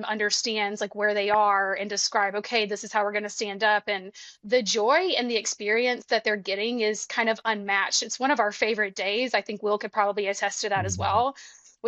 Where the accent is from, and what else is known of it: Alabama, United States